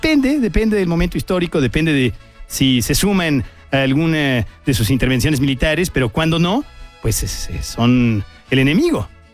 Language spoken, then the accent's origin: Spanish; Mexico